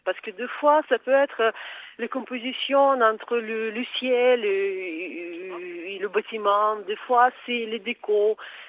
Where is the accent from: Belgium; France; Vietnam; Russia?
Russia; Samara, Samara Oblast; Mais déjà, j'ai profité bien sûr de présenter ma ville natale, Samara. C'est une grande ville en Russie, mais très peu connue